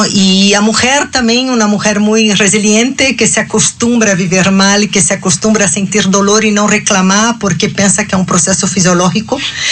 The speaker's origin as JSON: {"language": "Spanish", "country": "Brazil", "second_language": "Spanish", "moved": "as an adult", "lives_now": "Puebla, Mexico", "said": "Soy de Brasil, tengo acá desde 9 años."}